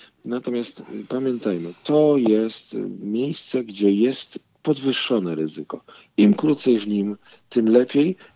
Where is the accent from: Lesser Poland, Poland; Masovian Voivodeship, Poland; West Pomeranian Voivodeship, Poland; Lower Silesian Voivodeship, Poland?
West Pomeranian Voivodeship, Poland; Świnoujście; ja wychowałem się w Świnoujściu